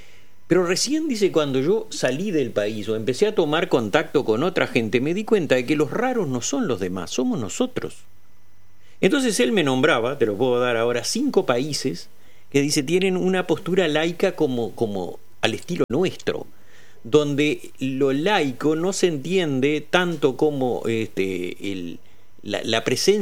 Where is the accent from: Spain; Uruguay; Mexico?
Uruguay; born there; los que estamos acá somos todos uruguayos, todos nacimos en este país y todos nacimos ya en un estado laico